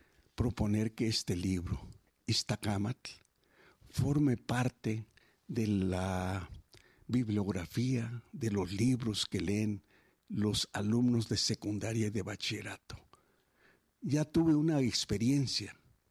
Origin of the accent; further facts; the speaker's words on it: Mexico; Somos mexicanos hablando español.